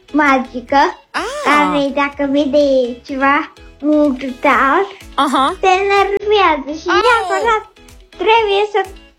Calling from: Năsăud, Bistrița-Năsăud, Romania; din Năsăud, am 10 ani, aproape 11

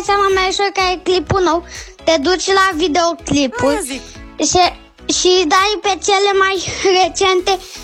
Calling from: Bucharest, Romania; din București

